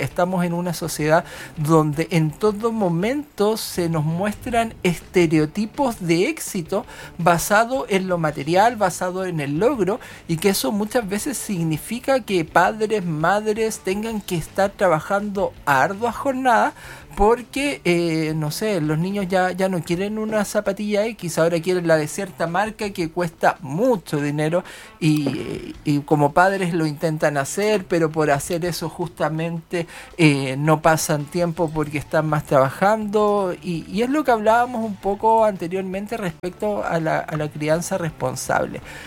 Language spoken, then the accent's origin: Spanish; Iquique, Tarapacá, Chile; now in Coquimbo, Chile; Sí, yo pasé mi infancia en Iquique